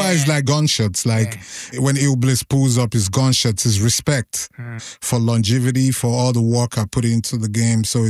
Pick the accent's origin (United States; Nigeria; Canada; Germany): Nigeria; Eastern Nigeria; I'm from Eastern Nigeria. Mm-hmm. My tribe is Igbo.